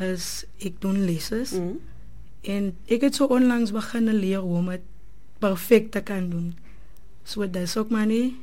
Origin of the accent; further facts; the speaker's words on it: Oudtshoorn, Western Cape, South Africa; Ek het groot geraak in Oudtshoorn. Ek is 22-jarige ouwe jong dame van 4 bezigheden.